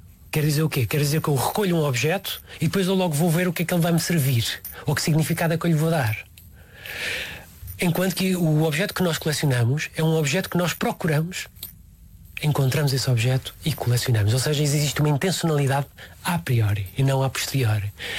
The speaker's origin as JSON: {"language": "Portuguese", "town": "Queluz", "region": "Lisbon", "country": "Portugal", "tie": "born or raised there", "also_born_or_lived": "Tomar / Margem Sul / Brunei", "lives_now": "Viseu, Portugal", "said": "Após eu nasci em Tomar, fiz a minha infância e juventude na zona de Queluz, depois fiz a minha idade de jovem adulto na Margem Sul, depois mudei-me para a zona de Lisboa Norte e depois mudei-me para o Brunei"}